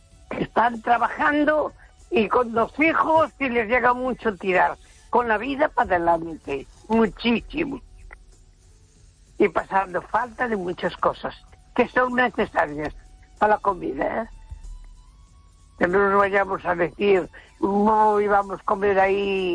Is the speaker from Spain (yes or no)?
yes; A Coruña, Galicia, Spain; Buenas noches. … de Coruña.